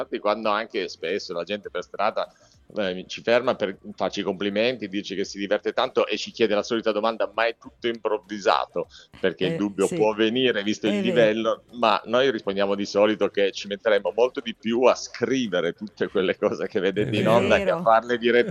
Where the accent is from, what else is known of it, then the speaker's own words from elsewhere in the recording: Milan, Lombardy, Italy; collaboro con l'Avis di Milano per comodità, perché ovviamente sono di Milano